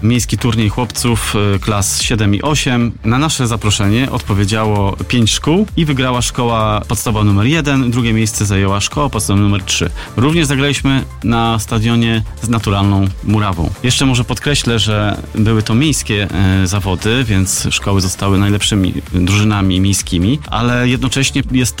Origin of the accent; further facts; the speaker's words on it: Ostróda, Warmian-Masurian Voivodeship, Poland; Środowisko tenisa stołowego u nas w Ostródzie jest bardzo fajne, przyjazne.